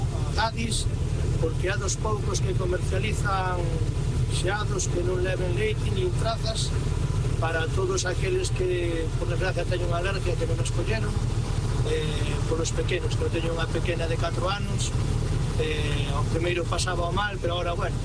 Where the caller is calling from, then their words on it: A Coruña, Galicia, Spain; Hola, bos días … da Coruña.